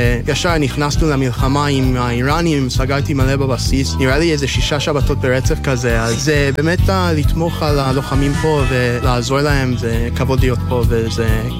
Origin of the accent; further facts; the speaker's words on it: Canada; Hebrew is a second language; moved away as an adult; now in Israel; במקור, אני מקנדה